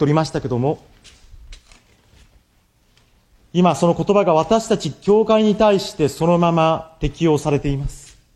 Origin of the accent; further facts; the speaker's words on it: Tokushima, Japan; born there; 私は徳島で生まれました。